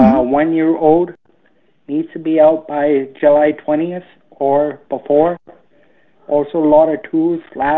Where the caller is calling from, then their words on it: Langruth, Manitoba, Canada; I'm calling from Langhurst.